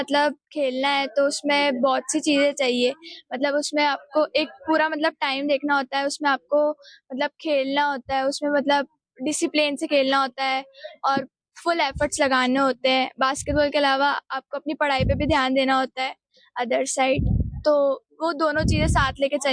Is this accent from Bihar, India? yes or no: no; Ajmer, Rajasthan, India; Hello everyone … मैं अजमेर से हूँ।